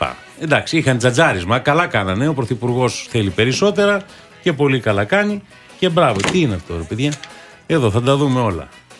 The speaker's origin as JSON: {"language": "Greek", "region": "Peloponnese", "country": "Greece", "said": "Λοιπόν, εγώ είμαι Μανιάτης."}